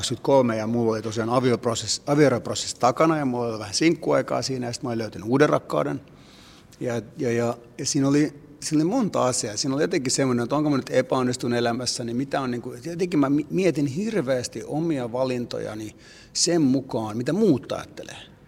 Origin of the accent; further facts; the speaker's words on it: Cyprus; koska olen Kyprokset kotoisin ja ollut Kyproksella häissä.